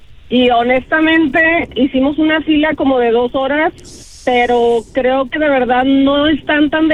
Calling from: Guadalajara, Jalisco, Mexico; yo soy de Guadalajara.

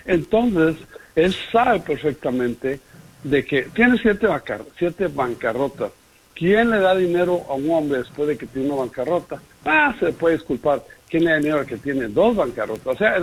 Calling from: Washington, United States; Estamos en Seattle, Washington, realmente aquí cerquita, 15 minutos de Seattle.

